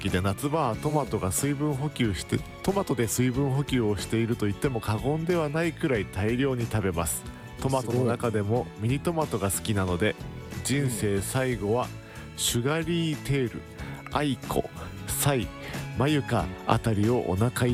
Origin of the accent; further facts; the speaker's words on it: Kumagaya, Saitama, Japan; 埼玉県には各地に様々な郷土うどんがあり、私の出身地の熊谷市周辺では幅広のうどんを醤油ベースで根菜類と煮込んだ煮坊刀をよく食べていました。